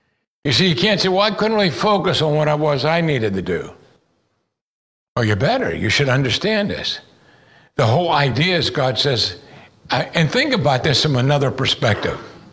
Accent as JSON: {"language": "English", "country": "United States", "said": "you and I are conditioned as Americans"}